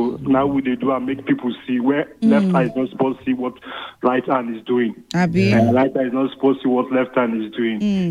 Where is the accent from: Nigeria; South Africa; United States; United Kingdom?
Nigeria; Ipeleri; All right … from Ipeleri.